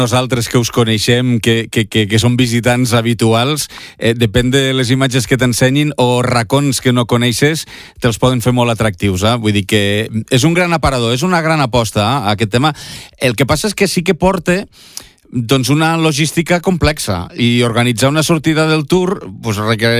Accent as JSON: {"language": "Catalan", "region": "Catalonia", "country": "Spain", "said": "com a catalans"}